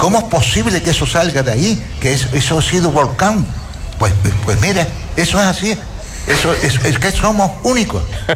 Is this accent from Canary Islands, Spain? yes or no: yes; Canary Islands, Spain; born there; yo soy nacido en Gran Canaria, ¿no? Pero cuando he venido aquí al sur hace 45 años, ya mi mujer me dijo, dice, de aquí yo no me muevo.